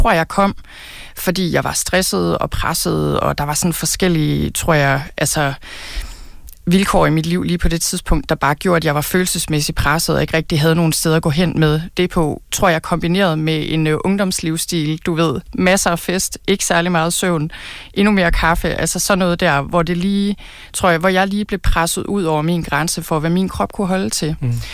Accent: North Denmark Region, Denmark; dengang, jeg voksede op i Thy, og det var der i hvert fald heller ikke på de kanter.

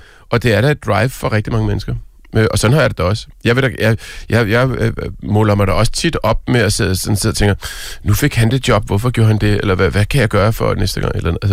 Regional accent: Herlev, Capital Region of Denmark, Denmark; Jeg er vokset op i Herlev, som er sådan en ishockeyby, fordi der er en skøjtehal.

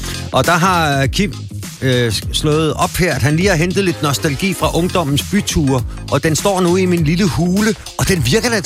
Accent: Ry, Central Denmark Region, Denmark; moved away; jeg havde også en på min grillbar derhjemme i Ry i gamle dage

